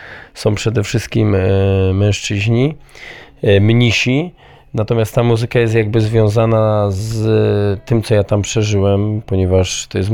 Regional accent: Zakopane, Lesser Poland, Poland; No jako góral to kocham chodzić po górach.

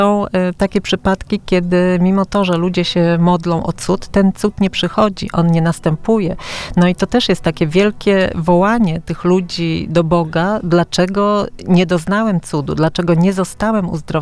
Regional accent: Warsaw, Masovian Voivodeship, Poland; z racji, że jestem warszawianką od urodzenia, jestem związana

